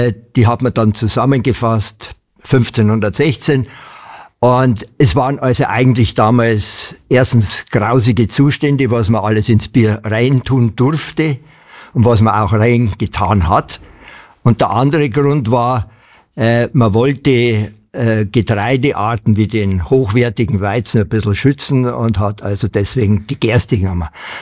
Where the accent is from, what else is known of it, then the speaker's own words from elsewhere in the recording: Murnau, Bavaria, Germany; ich bin in der Brauerei groß geworden. Also mein Großvater hat 1912 die Brauerei in Murna gekauft.